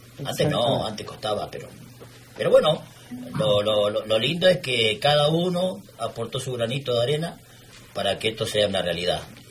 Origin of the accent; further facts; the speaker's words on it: Comodoro Rivadavia, Chubut, Argentina; now in Santa Cruz, Argentina; yo vine de Comodoro hace 50, pero nos sentimos santacruceños por adopción